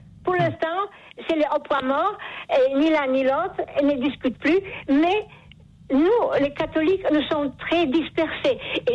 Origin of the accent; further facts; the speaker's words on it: Poland; French is a second language; Je suis polonaise, je m'excuse. Alors, des fois j'accente qui n'est pas bon.